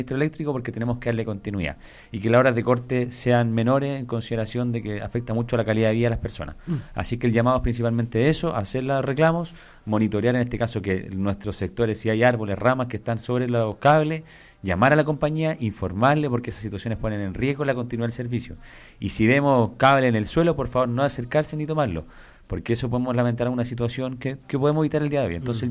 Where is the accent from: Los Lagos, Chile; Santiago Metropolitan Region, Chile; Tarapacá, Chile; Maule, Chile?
Maule, Chile; Constitución; now in Talca, Chile; Nacido y criado en Constitución, malcriado por Talca.